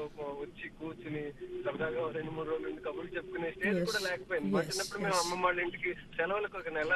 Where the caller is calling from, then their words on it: Hyderabad, Telangana, India; నేను హైదరాబాద్ నుంచి మాట్లాడుతున్నాను.